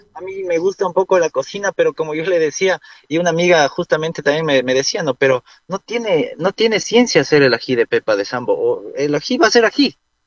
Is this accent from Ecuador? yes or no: yes; Ecuador; now in Ibarra, Ecuador; nos hacen ser grandes como ecuatorianos.